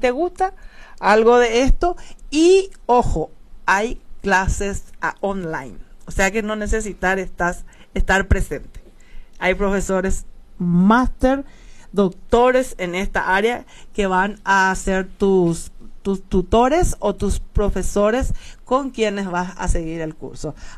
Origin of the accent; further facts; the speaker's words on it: Carapeguá, Paraguarí, Paraguay; moved away; para mí mi patria chica es Carapeguá.